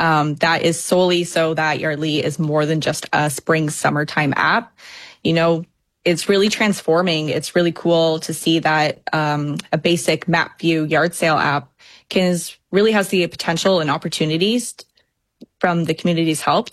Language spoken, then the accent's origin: English; Guelph, Ontario, Canada; now in London, Canada; because I'm actually not from London. I'm from Guelph.